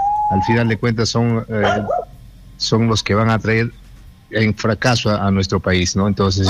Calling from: Huánuco, Peru; Le estoy llamando desde Huánuco.

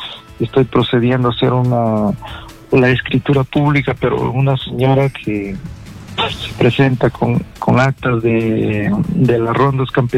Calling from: San Miguel province, Cajamarca, Peru; Esto le vengo llamando de aquí, de la provincia de San Miguel, departamento de Cajamarca

